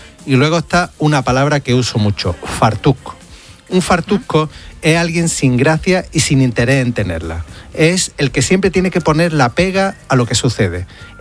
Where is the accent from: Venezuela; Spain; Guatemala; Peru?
Spain; Córdoba, Andalusia; born there; Yo nací en Córdoba y llevo conmigo unas cuantas palabras de mi tierra allí donde vaya.